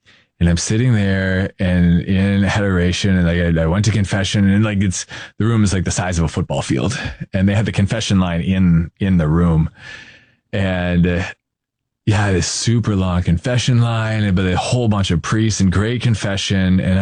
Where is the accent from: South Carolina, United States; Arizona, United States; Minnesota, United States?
Minnesota, United States; I grew up in Minnesota. I'm from the Twin Cities area, kind of northwest suburbs of the Twin Cities. And just growing up, like as a family, we went to mass every week.